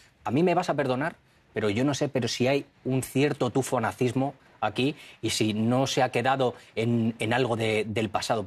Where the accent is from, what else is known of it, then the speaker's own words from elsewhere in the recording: Spain; Yo como español estaría asustado si mi gobierno apoya o cómo está apoyando